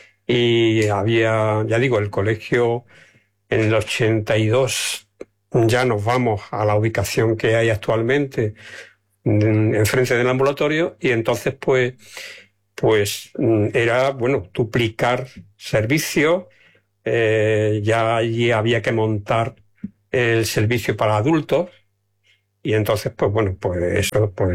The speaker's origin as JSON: {"language": "Spanish", "town": "Baena", "region": "Andalusia", "country": "Spain", "tie": "born or raised there", "moved": "as an adult", "lives_now": "Palma del Río, Spain", "said": "Me desplazan desde del colegio donde yo estaba, en Baena, en mi pueblo. Y aunque vine por 2 años, que es lo que planteé, después pues me quedé."}